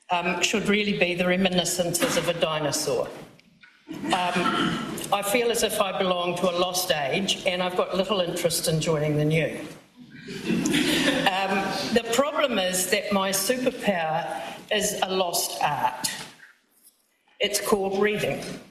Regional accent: Taupiri, Waikato, New Zealand; also born or lived in Ngāruawāhia; I was born in Ngārua Wahia, and I spent the first 14 years of my life in Taupiri. So Taupiri is my mountain, and Waikato is my awa.

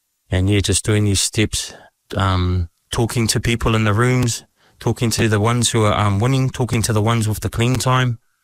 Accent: Wellsford, Auckland, New Zealand; moved away; I'm from Wellsford

